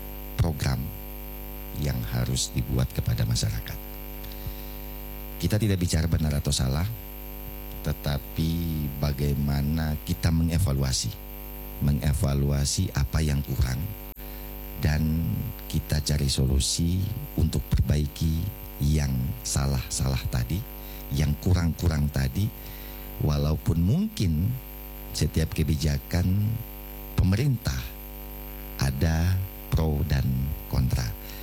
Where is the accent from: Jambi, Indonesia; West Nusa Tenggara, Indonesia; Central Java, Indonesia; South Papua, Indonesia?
South Papua, Indonesia; born there; also born or lived in Merauke; saya tamat sekolah di Asmat tahun 91, 92, 93 saya tamat sekolah di sana. Saya dari kampung, tamat sekolah di sana, SMP, SMA saya di Merauke, dan 20 tahun saya tugas di Asmat. Sejak tahun 2003 sampai tahun 2023 ini